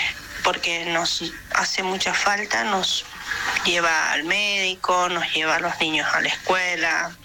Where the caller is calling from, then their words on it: Usno, San Juan, Argentina; Soy de la localidad de Usno, de Valle Fértil.